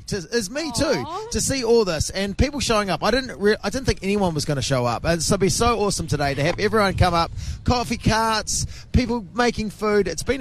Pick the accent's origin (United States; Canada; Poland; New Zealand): New Zealand; Masterton, Wellington; the joy it's brought to the folks of Masterton in my hometown, the people, young and old, everyone here.